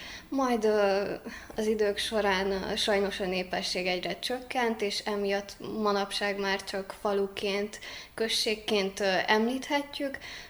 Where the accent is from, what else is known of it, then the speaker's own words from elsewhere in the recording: Sic, Cluj County, Romania; moved away as an adult; now in Cluj-Napoca, Romania; Én Széken nőttem fel, édesapám és édesanyám helyiek, és egy keresztény családba nevelkedtem. Édesapám lelkész a településen